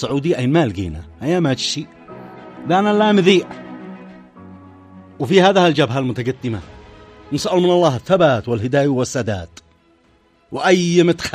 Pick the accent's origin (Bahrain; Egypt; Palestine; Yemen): Yemen